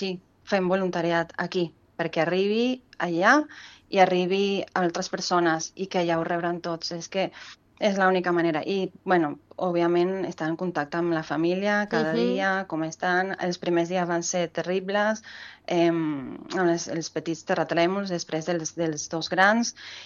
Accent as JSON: {"language": "Catalan", "country": "Venezuela", "moved": "yes", "lives_now": "Sitges, Spain", "said": "soc una veneçolana intentant ajudar als veneçolans que estan patint en aquests moments."}